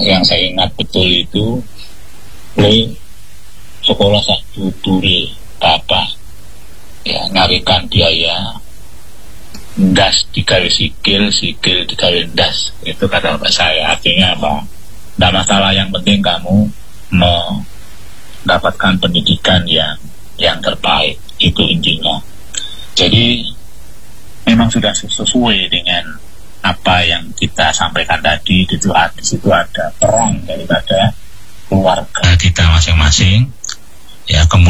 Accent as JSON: {"language": "Indonesian", "region": "Java", "country": "Indonesia", "said": "karena saya juga orang Jawa"}